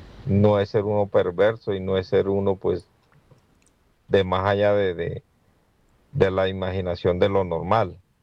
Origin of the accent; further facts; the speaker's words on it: Santa Marta, Magdalena, Colombia; now in Medellín, Colombia; voy para 2 años de estar aquí en Medellín. Yo soy de la costa, soy de Santa Marta.